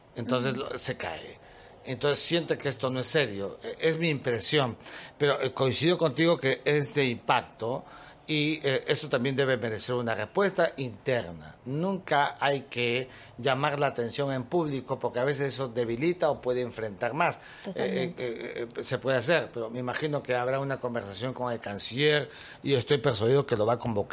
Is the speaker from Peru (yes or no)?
yes; Peru